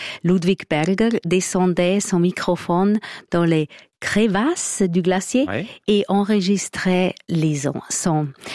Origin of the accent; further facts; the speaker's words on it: Graubünden, Switzerland; ich bin in Engadin aufgewachsen, als Bergmeidli.